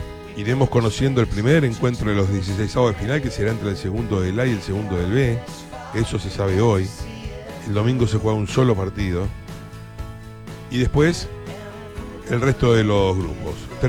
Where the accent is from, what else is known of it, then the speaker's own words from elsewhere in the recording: Argentina; Los 24 de junio para los argentinos no hay manera de que nos alcance para expresar todo lo que sentimos.